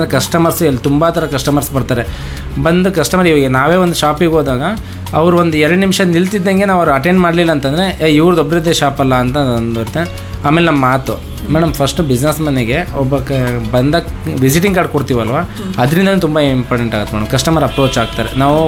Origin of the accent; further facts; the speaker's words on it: Birankere, Karnataka, India; now in Shivamogga, India; ನಾನು ಬೀರಂಕೆರೆಯಲ್ಲಿದ್ದವನು